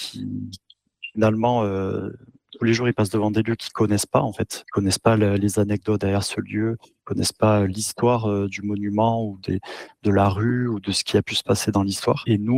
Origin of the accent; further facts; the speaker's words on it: Montpellier, Occitanie, France; même les fondateurs, Eric et moi, on est même natifs de Montpellier.